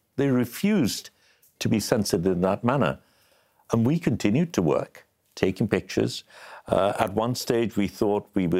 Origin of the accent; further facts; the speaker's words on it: Bangladesh; I'm from Bangladesh.